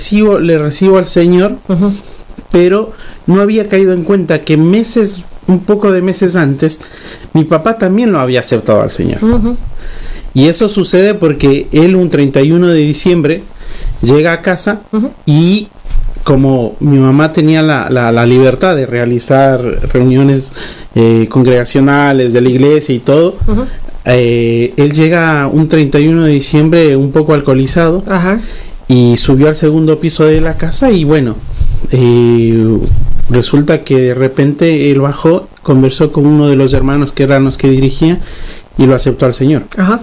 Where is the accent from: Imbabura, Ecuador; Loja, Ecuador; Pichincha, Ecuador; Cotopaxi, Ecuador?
Pichincha, Ecuador; Quito; Nosotros venimos como ecuatorianos, tenemos un trasfondo católico muy fuerte, muy fuerte.